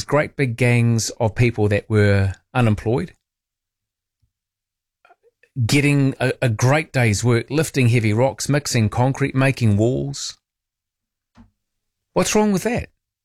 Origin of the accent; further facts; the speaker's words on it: Masterton, Wellington, New Zealand; But I remember when I grew up in Masterton, there was this mad craze of making concrete walls with grey wacky rocks set into them.